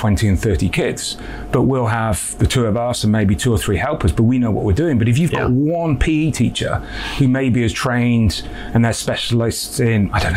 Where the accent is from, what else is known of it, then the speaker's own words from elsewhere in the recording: North West England, United Kingdom; I really do believe, I'm from Lancashire, Lee.